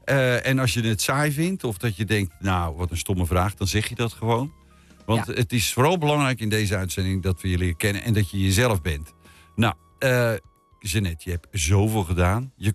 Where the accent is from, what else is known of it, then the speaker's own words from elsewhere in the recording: Noordwijk, South Holland, Netherlands; wie komt er nog meer uit Noordwijk? Hey, dat ben ik. Ik ben opgegroeid in Noordwijk, maar ik was 13 jaar, toen ging ik weg.